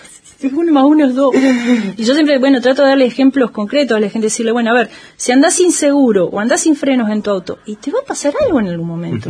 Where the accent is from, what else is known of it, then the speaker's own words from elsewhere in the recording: Corcovado, Chubut, Argentina; moved away; como me pasaba cuando yo era chica. ¿De qué lugar? O sea, yo te hablo de Corcovado